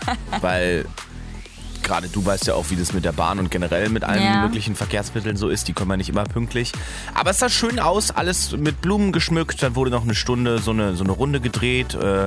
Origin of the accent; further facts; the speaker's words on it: Berlin, Germany; moved away; ich komme ja ursprünglich aus Berlin